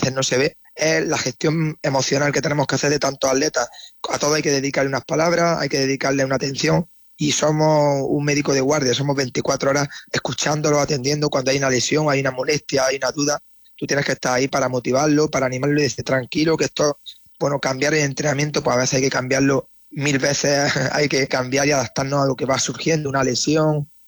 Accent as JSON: {"language": "Spanish", "town": "Guadix", "region": "Andalusia", "country": "Spain", "tie": "born or raised there", "moved": "yes", "said": "mi pueblo"}